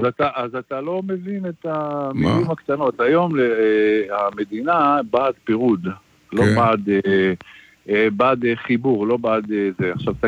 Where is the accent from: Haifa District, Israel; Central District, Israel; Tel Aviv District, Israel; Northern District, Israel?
Haifa District, Israel; Givat Olga; born there; כאן נולדתי, כאן נולדו לי ילדיי.